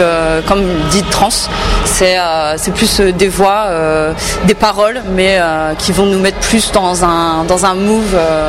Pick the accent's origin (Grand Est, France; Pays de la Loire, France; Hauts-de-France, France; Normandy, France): Hauts-de-France, France; Lille; parce que je suis lilloise